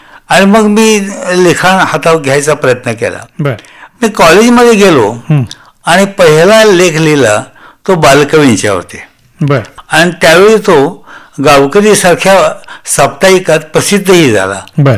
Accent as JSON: {"language": "Marathi", "area": "Kolhapur district", "region": "Maharashtra", "country": "India", "tie": "born or raised there", "said": "माझी जन्मभूमी कोल्हापूर जिल्हा."}